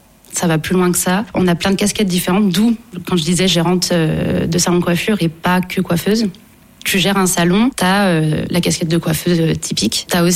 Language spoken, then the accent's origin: French; Auvergne-Rhône-Alpes, France; j'ai 31 ans, je suis maman aussi, je viens du Beaujolais. Alors puis une pure souche.